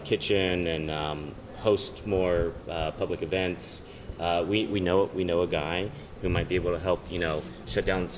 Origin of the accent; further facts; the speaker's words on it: Midwest, United States; moved away; I'm from the Midwest